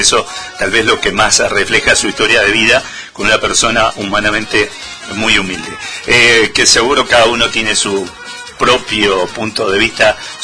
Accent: Argentina; se nos identificó un poquito más como argentinos

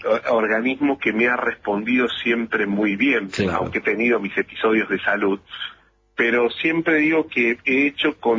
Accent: Río Cuarto, Córdoba, Argentina; born there

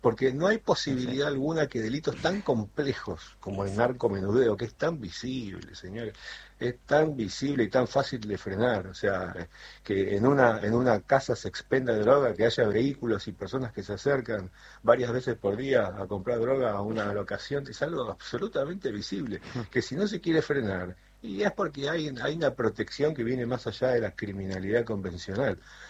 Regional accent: Argentina

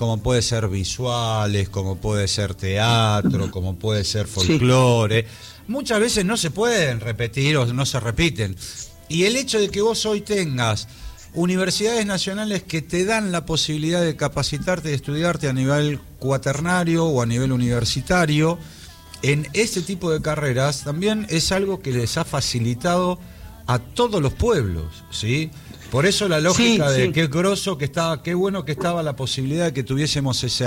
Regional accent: Tucumán, Argentina; yo, que soy tucumano, también.

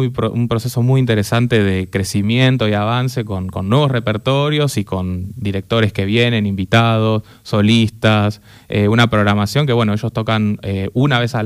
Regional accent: Trenque Lauquen, Buenos Aires Province, Argentina; moved away; Voy a estar en Trenquelauquen, en mi pueblo.

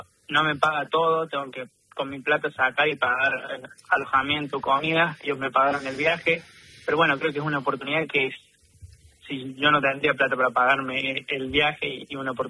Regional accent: Córdoba, Argentina; Yo soy de Estación Ferreira, que es una cuadrita que está al lado de Barrio Ituzaingó, pero mi barrio es solamente una cuadra. Después todo lo demás es Ituzaingó.

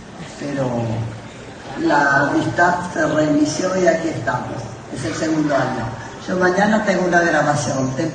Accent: Santa Fe, Argentina; A Roberto no es santafesino igual que yo.

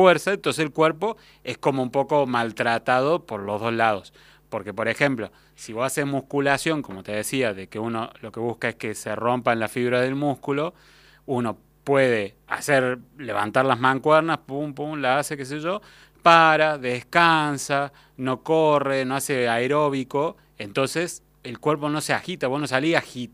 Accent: Argentina; en esta tierra de gente que somos argentinos, futboleros y consumidores de drogas analgésicas de por sí.

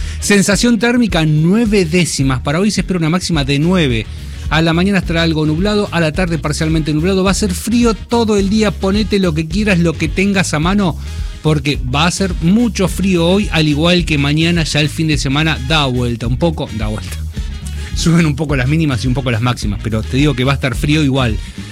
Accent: Bahía Blanca, Buenos Aires Province, Argentina; born or raised there

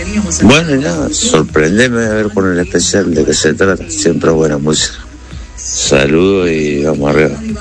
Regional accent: Uruguay; el uruguayo acá.

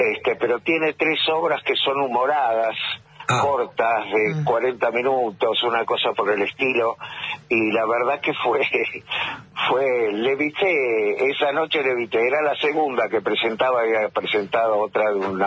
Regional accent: Buenos Aires, Argentina; born there; Nací en el barrio de Versalles.

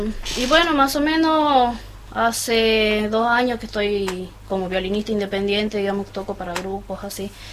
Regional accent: Aguaray, Salta, Argentina; somos todos de Aguaray

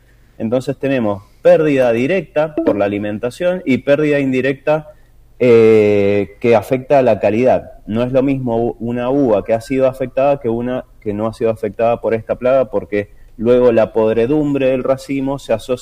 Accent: Mendoza, Argentina; Todos somos mendocinos los que estamos trabajando acá en el tema.

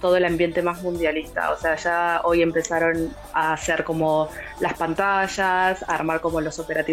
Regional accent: Argentina; Nosotros nos juntamos en la casa de unos amigos, somos todos argentinos.

